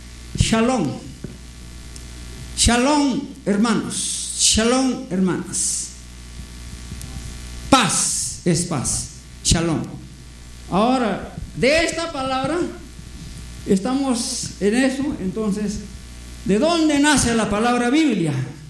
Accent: Peru; somos peruanos secularmente, pero espiritualmente es judío tan.

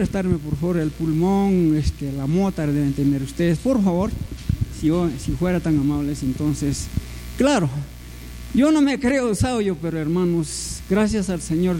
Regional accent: Tacna, Peru; born there; also born or lived in Colombia; now in Yunguyo, Peru; Nací en una denominación que se llama la Convención Bautista de los Estados Unidos, ahí nací, en Tacna.

